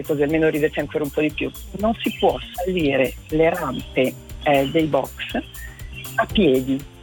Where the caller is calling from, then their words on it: Milan, Lombardy, Italy; Io sono di Milano, ma oggi sono a Sanremo